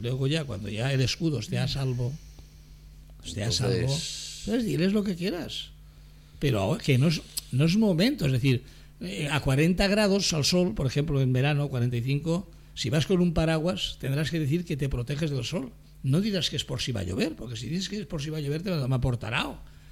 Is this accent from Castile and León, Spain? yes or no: no; Valencia, Valencian Community, Spain; porque los que somos de Valencia queremos que Valencia juegue bien